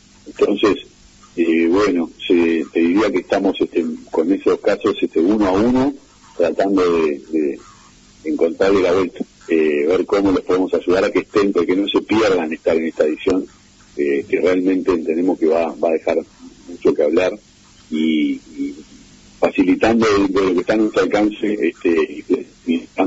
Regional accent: Uruguay

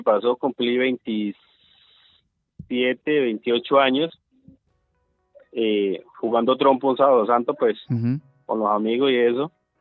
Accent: Puerto Rondón, Arauca, Colombia; born there; Soy del departamento de Arauca, nací en un municipio de nuestro departamento, en Puerto Rondón, Arauca.

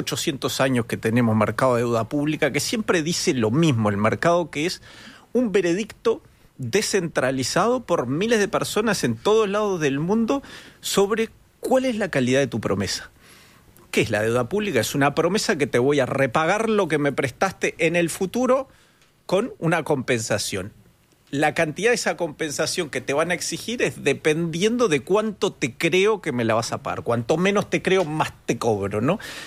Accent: Uruguay; nuestra percepción como uruguayos

